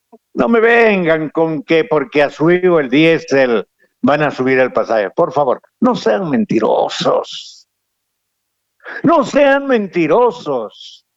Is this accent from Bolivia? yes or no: yes; Bolivia; ¿qué somos, y aquí me incluyo, qué somos los bolivianos